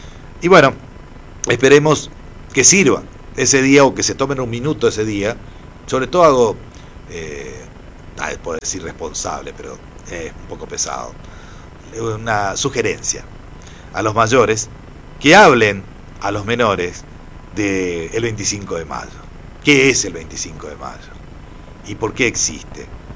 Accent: Argentina; vamos a mostrar que somos argentinos

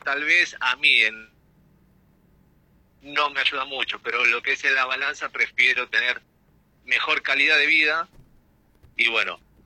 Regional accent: Argentina; moved away as an adult; now in Leandro N. Alem, Argentina; no soy de Misiones, soy de Buenos Aires. Yo estoy en Misiones desde hace unos años, conocí a mi esposa en Buenos Aires mientras estudiábamos

